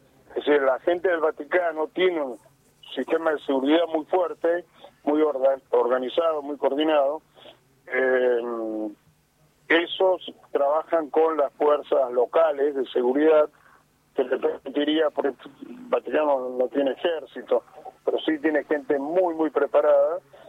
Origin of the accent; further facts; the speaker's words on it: Tucumán, Argentina; born there; La parte de atrás del aeropuerto es un pueblo donde yo nací.